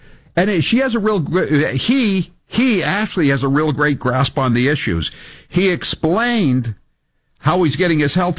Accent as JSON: {"language": "English", "town": "Farmington", "region": "Maine", "country": "United States", "said": "from Farmington, Maine, by the way."}